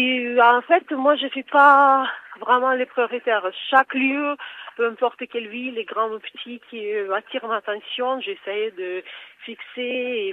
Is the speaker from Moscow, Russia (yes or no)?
no; Samara, Samara Oblast, Russia; j'ai profité bien sûr de présenter ma ville natale, Samara. C'est une grande ville en Russie